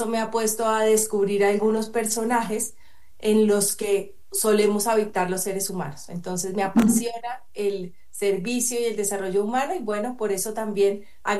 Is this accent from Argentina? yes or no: no; Colombia; yo soy colombiana, soy mujer, mamá, esposa